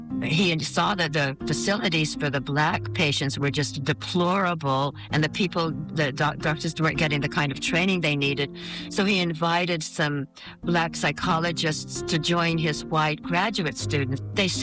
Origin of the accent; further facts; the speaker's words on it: South Carolina, United States; also born or lived in California / Idaho / Iowa; I was born in California, but we soon moved to Idaho, then to Iowa for a couple of years, and then to South Carolina. So I was in the fifth grade for South Carolina, and that was what I consider my most formative years